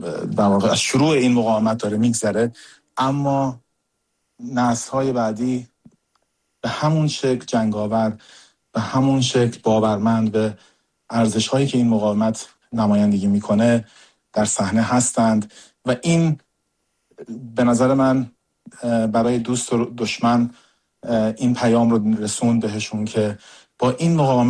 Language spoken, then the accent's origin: Persian; Iran; moved away; علی رضا و من کسانی هستیم که در ایران به دنیا اومدیم، در اونجا بزرگ شدیم، سختی ها و مرارت ها و مشکلات اونجا رو تجربه کردیم و بعد اومدیم اینجا